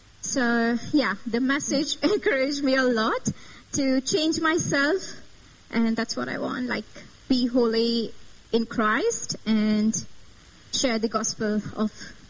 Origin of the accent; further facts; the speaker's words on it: Gujarat, India; moved away as an adult; now in Brisbane, Australia; And I'm from India. I'm from Gujarat, like western part of India. And I came to Australia, Brisbane, February 23, to study here.